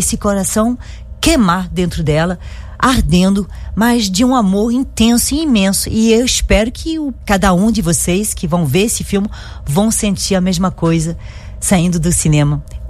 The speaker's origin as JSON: {"language": "Portuguese", "country": "France", "accent": "French", "second_language": "Portuguese", "said": "Sim, eu falo com sotaque francês, desculpa."}